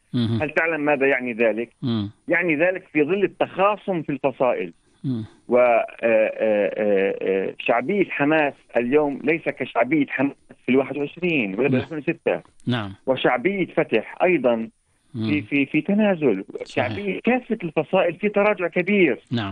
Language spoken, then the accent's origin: Arabic; Jerusalem, Palestine